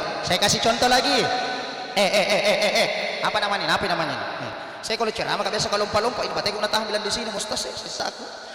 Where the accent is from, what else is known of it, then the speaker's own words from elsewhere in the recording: South Sulawesi, Indonesia; Kan biasa kita Bugis Makassar itu